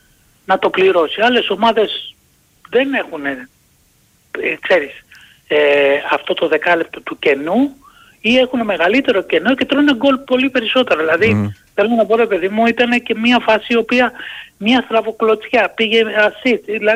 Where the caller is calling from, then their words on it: Mandra, Attica, Greece; Εγώ ζω εδώ πέρα στην πολύπαθη τη Μάνδρα